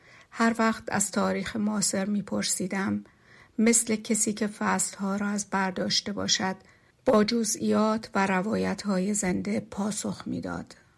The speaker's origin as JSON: {"language": "Persian", "town": "Gorgan", "region": "Golestan", "country": "Iran", "tie": "born or raised there", "said": "در گرگان به دنیا آمدم. شهری که نه از دل انتخاب بلکه به واسطه انتقال کاری پدرم در آن ساکن شدیم. شهری دوست داشتنی با طبیعتی سبز و آسمانی اغلب ابری که نخستین تصویرهای کودکیم را شکل داد."}